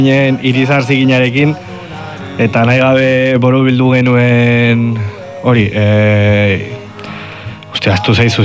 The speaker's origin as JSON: {"language": "Basque", "town": "Pamplona", "region": "Navarre", "country": "Spain", "tie": "born or raised there", "said": "Iruñan bizi izan naiz eta jaio egin naiz"}